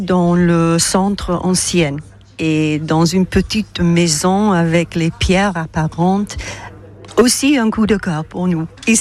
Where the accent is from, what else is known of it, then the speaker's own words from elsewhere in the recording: England, United Kingdom; French is a second language; moved away as an adult; now in Is-sur-Tille, France; Oui, nous sommes d'Angleterre anciennement. Maintenant, on a déménagé ici pendant 5 ans.